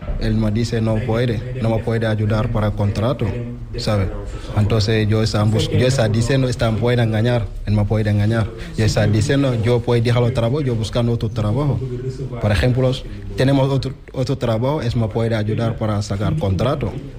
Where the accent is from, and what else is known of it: Senegal; Spanish is a second language